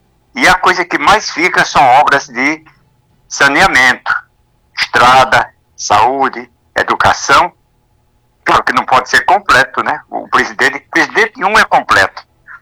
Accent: Brazil; moved away as an adult; Mas não esqueço da minha terra, eu nasci no sítio Baleia, na época era de José Zé do Egito. E fui criado no Berlim, depois do Berlim, com 7, 8 anos, eu vim morar na rua São José, ali perto de Jovelina Gomes.

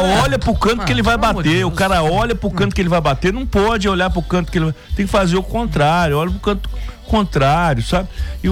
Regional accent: Brazil

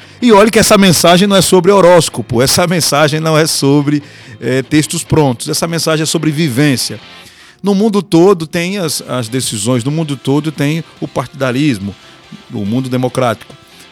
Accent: Lagarto, Sergipe, Brazil; eu sou brasileiro como você e falo português como você. Então, eu sei muito bem, eu fui criado nessa cidade, Lagarto, Lagarto City, uma cidade abençoada.

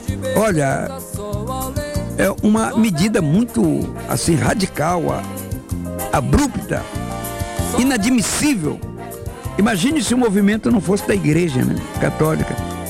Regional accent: Macapá, Amapá, Brazil; Nasci na Praça Veiga Cabral, fui batizado na Igreja Matriz, que é o padre, que é o monumento mais antigo da cidade de Macapá.

